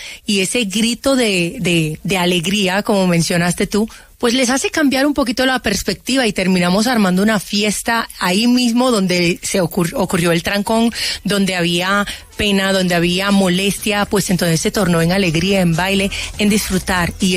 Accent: Dominican Republic; also born or lived in Haiti; crecí y me desarrollé en la República Dominicana

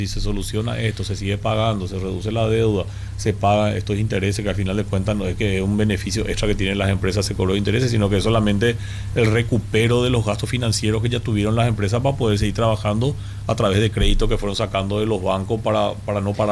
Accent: Paraguay

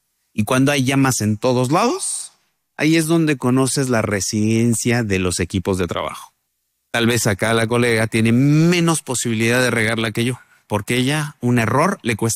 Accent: Mexico; moved away as an adult; now in Colombia; Primero un mexicano, acá en Colombia

